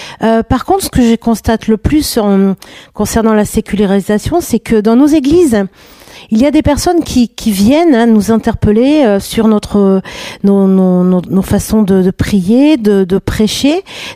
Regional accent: Paris, Île-de-France, France; moi je suis de Paris et je suis un peu dans le côté la ville

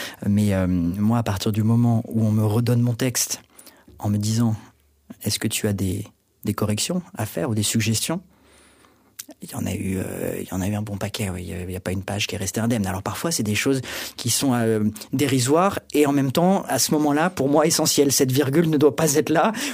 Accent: France; ce roman, je l'avais écrit, j'ai grandi en France, donc c'était dans un français entre guillemets de France

